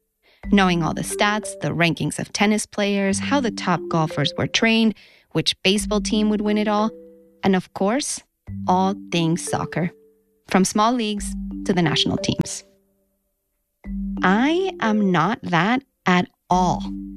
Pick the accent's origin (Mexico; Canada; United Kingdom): Mexico; English is a second language; also born or lived in Arizona; now in United States; If I go back to the foggy burst of memories of my very early years growing up in Mexico